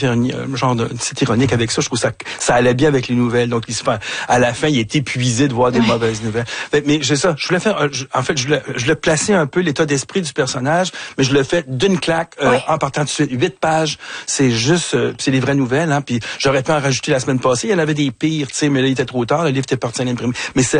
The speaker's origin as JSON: {"language": "French", "town": "Montreal", "region": "Quebec", "country": "Canada", "tie": "born or raised there"}